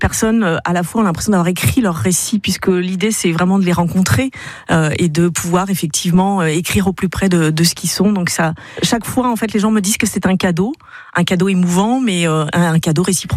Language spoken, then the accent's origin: French; Parigné-l'Évêque, Pays de la Loire, France; also born or lived in Le Mans; j'ai 50 ans. Je suis née au Mans et j'ai grandi à Parigné-l'Évêque.